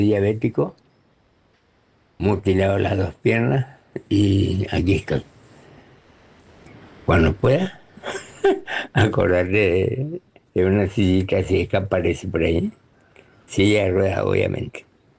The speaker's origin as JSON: {"language": "Spanish", "town": "Clorinda", "region": "Formosa", "country": "Argentina", "also_born_or_lived": "Buenos Aires"}